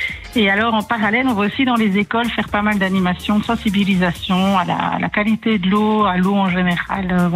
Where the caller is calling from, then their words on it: Tellin, Wallonia, Belgium; De Télin, en province de Luxembourg.